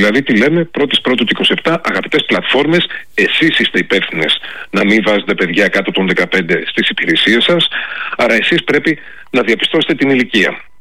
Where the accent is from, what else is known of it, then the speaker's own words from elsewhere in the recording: Trikala, Thessaly, Greece; Ως τρικαλινός φοιτητής στην Αθήνα, το ξέρω πάρα πολύ καλά, γιατί αμνοκατέβανα συνέχεια από τον παλιό δρόμο.